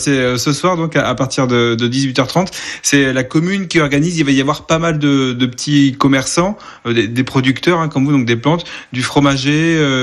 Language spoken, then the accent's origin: French; France; Ça se cultive facilement chez nous en France.